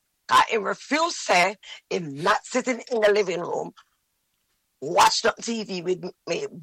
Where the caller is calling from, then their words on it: Jamaica; I come from Jamaica.